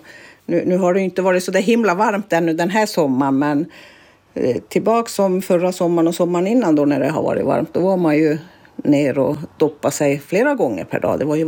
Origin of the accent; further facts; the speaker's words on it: Kassa, Norrbotten County, Sweden; born there; also born or lived in Kiruna / Pajala; de skulle bli mjölkbönder i pappas föräldrahem då här i Kassa. Och jag var 11 år när vi flyttade hit och det var bra. Och det var lugnt och mycket djur och sånt här, så att jag valde och då börja skolan i Pajala.